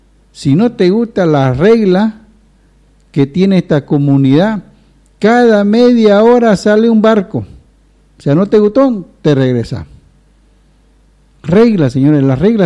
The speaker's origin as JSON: {"language": "Spanish", "region": "Beni", "country": "Bolivia"}